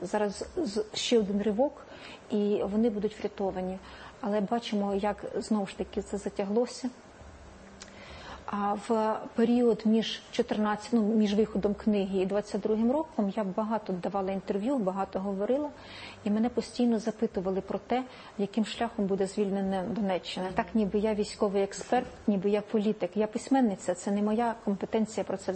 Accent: Kyiv, Ukraine; Я киянка, так.

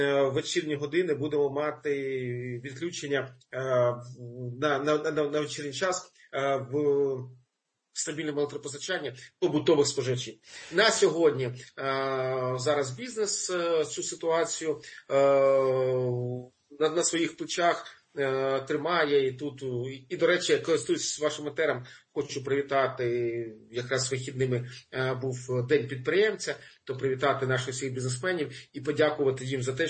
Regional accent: Kharkiv, Kharkiv Oblast, Ukraine; в моєму рідному Харкові

